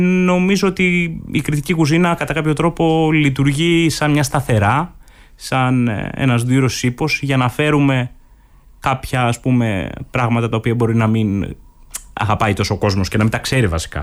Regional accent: Crete, Greece; Και επειδή γενικώς μεγάλωσα στην Κρήτη, έχω ιδιαίτερη αγάπη προφανώς για το τόπο

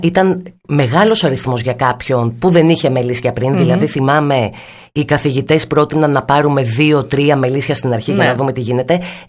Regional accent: Athens, Attica, Greece; μεγάλωσα στην Αθήνα, δεν είχα τέτοιες παραστάσεις.

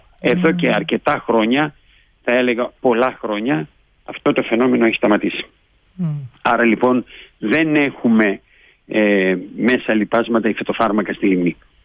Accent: Thessaloniki, Central Macedonia, Greece; moved away as an adult; δεν μεγάλωσα εδώ, μεγάλωσα στη Θεσσαλονίκη, είμαι από εδώ όμως.

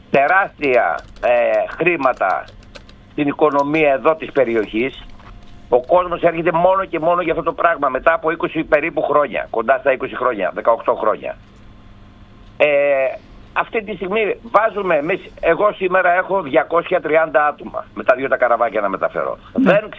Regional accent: Skiathos, Thessaly, Greece; Είμαι από τη Σκιάθο, δεν είμαι από τη Σκόπελο.

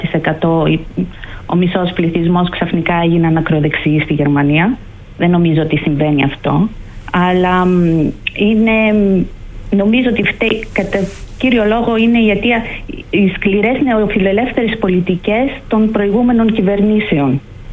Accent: Greece; Εμείς σαν Έλληνες πρέπει να θυμόμαστε

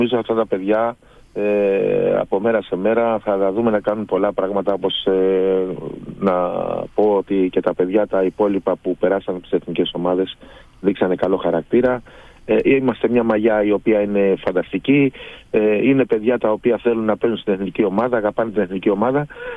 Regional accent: Greece; Σαν Έλληνες

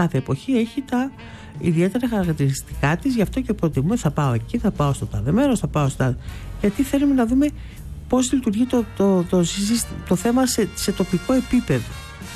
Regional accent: Greece; εμείς που είμαστε Έλληνες

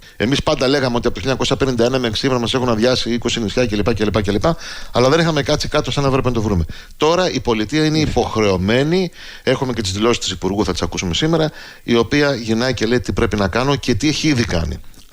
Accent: Hydra, Attica, Greece; Είμαι από την Ίδρα, είμαι ένα από τα 4, βάζω και την Κάσο μέσα γι' αυτό, 4 ηρωικότερα νησιά που διαθέτει η Ευρωπαϊκή Ένωση

